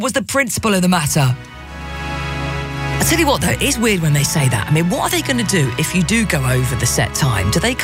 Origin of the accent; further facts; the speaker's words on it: Birmingham, West Midlands, United Kingdom; I'm actually a Brummie and we eat really fast.